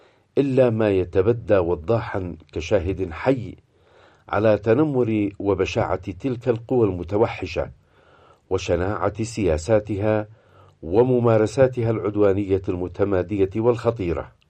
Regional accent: Yemen; وكل ذلك يرسخ حقيقة أننا كيمنيين أمام يمن آخر

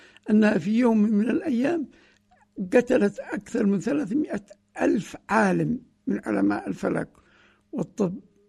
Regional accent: Yemen; عندنا في اليمن

